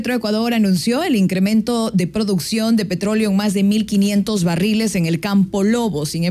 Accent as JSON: {"language": "Spanish", "country": "Ecuador"}